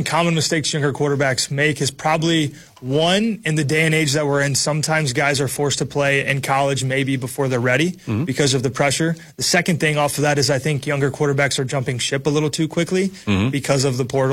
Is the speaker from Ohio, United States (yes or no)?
no; Kentucky, United States; I was coming from Kentucky to Minnesota, and Kentucky's not the best football state either